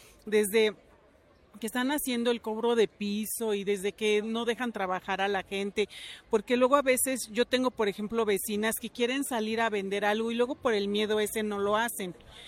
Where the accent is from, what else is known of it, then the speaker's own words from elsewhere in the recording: Gustavo A. Madero, Mexico City, Mexico; yo vengo de la Gustavo Amadero y yo puedo decir